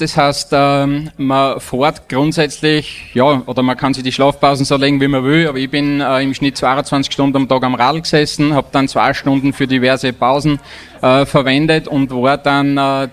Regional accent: Anger, Styria, Austria; ich bin nicht weit von da daheim. Ich komme aus Anger.

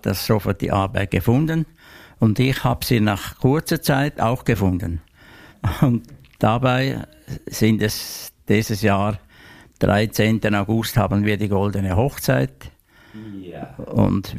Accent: Appenzell, Switzerland; accent: Appenzell dialect; Mein Dialekt ist aus dem Appenzellerland, weil ich bin ein Appenzeller mit Leib und Seele.

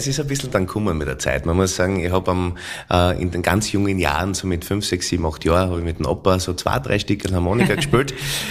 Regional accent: Frauental, Styria, Austria; War dann Tormann in Frauenthal, in meinem Heimatort.

